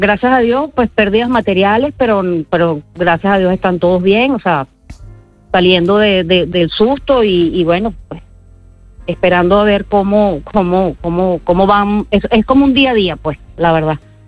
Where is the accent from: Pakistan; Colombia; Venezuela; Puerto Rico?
Venezuela; moved away as an adult; now in Spain; Bueno, yo vengo de Venezuela y bueno, situación país. Yo me vine con mi hijo, que tiene discapacidad.